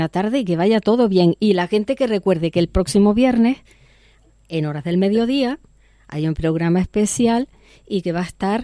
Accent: Venezuela; born there; moved away; Yo nací en Venezuela.

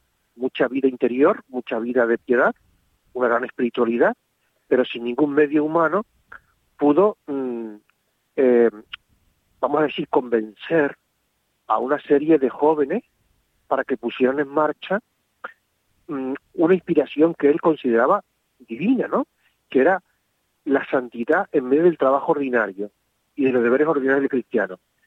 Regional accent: Santa Cruz de Tenerife, Canary Islands, Spain; Yo soy de aquí de Santa Cruz, de Tenerife, y estudiaba primero de BUP, tenía 14 años

